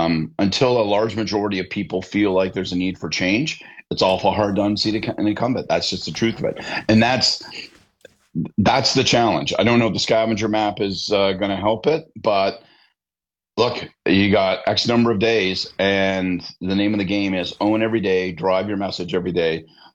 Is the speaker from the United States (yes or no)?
no; Belleville, Ontario, Canada; moved away; I grew up in Belleville, I think, as you know. And so, I know the synagogue. I know Bleecker Avenue.